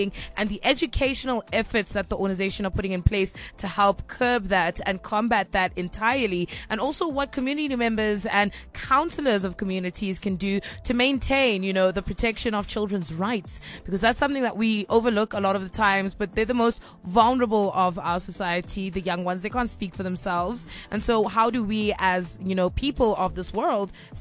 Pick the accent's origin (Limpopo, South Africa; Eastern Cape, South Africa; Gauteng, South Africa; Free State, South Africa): Gauteng, South Africa; Soweto; I grew up in Soweto in a community where my best friend at 14 fell pregnant